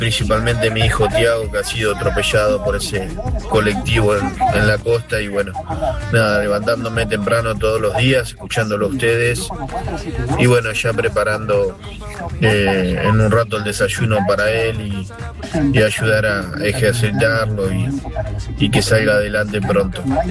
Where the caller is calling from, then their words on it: Mar del Plata, Buenos Aires Province, Argentina; de Mar del Plata.